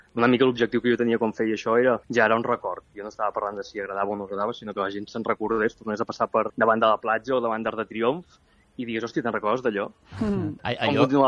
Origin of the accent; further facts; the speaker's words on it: Mataró, Catalonia, Spain; jo que sóc de Mataró i hem amat pirotècnia des de ben petit